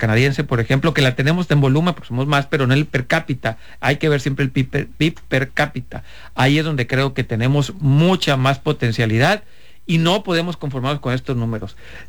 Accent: Mexico

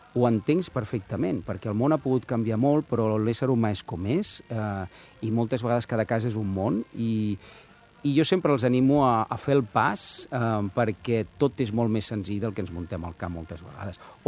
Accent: Barcelona, Catalonia, Spain; que jo sempre dic que sóc del Poble Nou abans de que fos guai

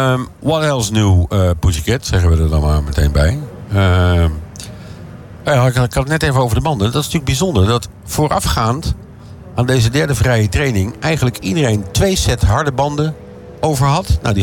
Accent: Netherlands

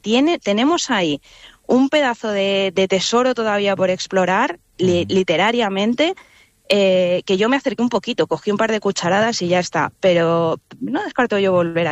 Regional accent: Salamanca, Castile and León, Spain; Fíjate, yo soy de Salamanca y estudié primero filosofía y luego teoría de la literatura y literatura comparada.

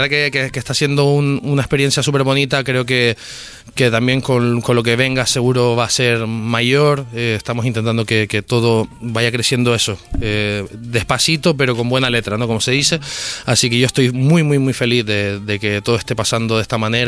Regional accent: Canary Islands, Spain; vivimos en la periferia, al final formamos parte de África geográficamente, por estado formamos parte de España, no sé si por suerte o por desgracia, pero bueno, formamos parte de España, y al final siempre es complicado vivir en periferia

